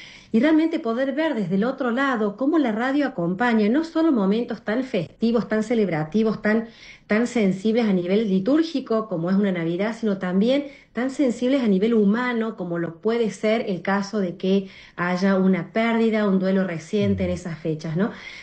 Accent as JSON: {"language": "Spanish", "country": "Argentina", "tie": "born or raised there", "said": "porque yo conocí a la radio cuando era muy chica, acá en mi país, en Argentina, con nuestra Radio María Argentina, que mi mamá la escuchaba siempre"}